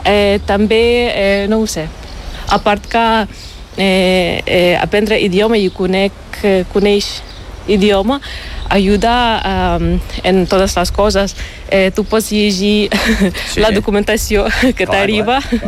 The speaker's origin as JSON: {"language": "Catalan", "region": "Western Ukraine", "country": "Ukraine", "second_language": "Catalan", "said": "Exacte, sí. Teníem ucraïnès en l'escola, en guarderia"}